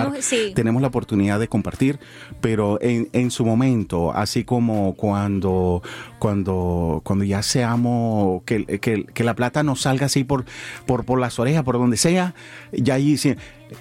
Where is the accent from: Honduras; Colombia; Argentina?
Colombia; Barranquilla, Atlántico; now in Canada; yo somos de Barranquilla